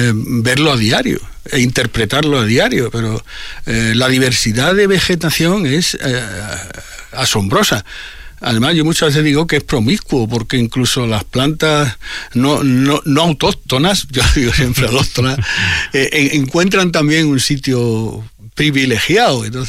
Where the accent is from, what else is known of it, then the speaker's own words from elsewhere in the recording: Badajoz, Extremadura, Spain; also born or lived in Don Benito; Yo, mi ciudad es Badajoz, nací en Don Benito, pero uh-huh. es verdad que vine muy pronto y que ya mis hijos nacieron aquí. Entonces ya es Badajoz.